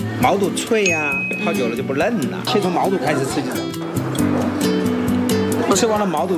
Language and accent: Chinese; Leshan, Sichuan, China; 我们就是乐山的一块地标性的美食